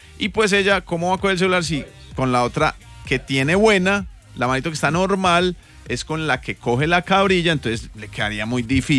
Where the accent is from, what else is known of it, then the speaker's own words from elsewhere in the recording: Colombia; Pero en el fondo todos somos colombianos, somos gente que vivimos a una sombrilla de este país, de esta bandera.